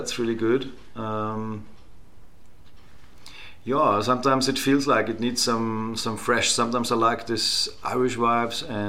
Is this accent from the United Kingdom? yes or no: no; Austria; I think it was, I'm from Austria, obviously